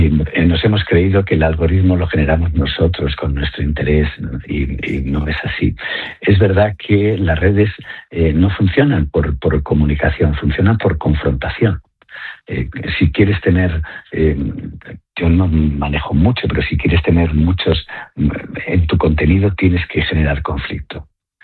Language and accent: Spanish; Basque Country, Spain; yo soy vasco